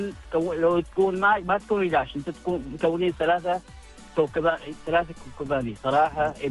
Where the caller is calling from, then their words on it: Oman; احنا عمانيين